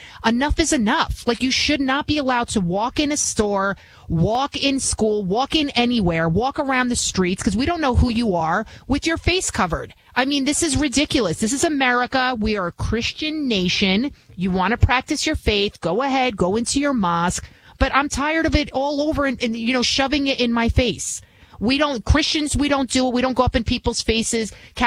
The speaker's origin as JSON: {"language": "English", "region": "New York", "country": "United States", "said": "Oh, 100%. My entire family's here because I would leave. I would leave."}